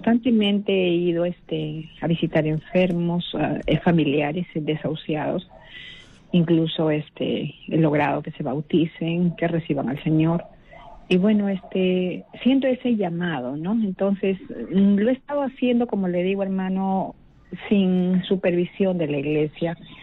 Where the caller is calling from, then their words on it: Lima, Peru; en la iglesia donde yo estoy, acá en el Agustino